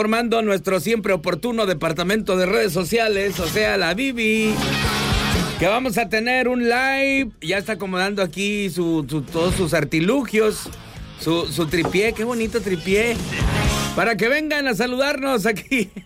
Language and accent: Spanish; Monterrey, Nuevo León, Mexico; de la mejor FM.